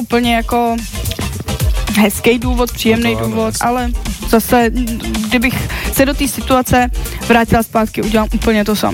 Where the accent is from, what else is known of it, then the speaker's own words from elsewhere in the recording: Karlovy Vary Region, Czechia; now in Prague, Czechia; protože já jsem momentálně z Prahy. Ten azylový dům byl v Brandýsu nad Labem, což je, já nevím, 20 minut autem, jo, kousíček. Ale já jsem původně ze západu Čech, jo, ještě za Karlovýma Varama.